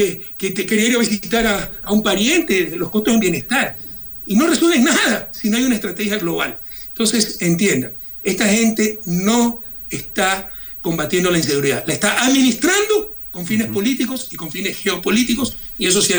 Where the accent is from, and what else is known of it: Ecuador